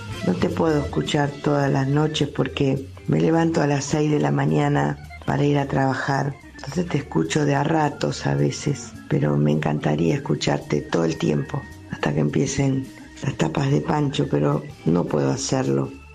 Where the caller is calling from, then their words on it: Argentina; para los que realmente somos argentinos.